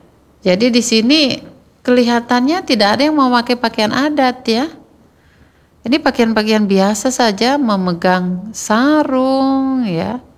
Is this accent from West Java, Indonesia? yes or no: no; Bali, Indonesia; Sama dengan kita, kalau kita orang Bali Hindu itu ada namanya upacara potong gigi.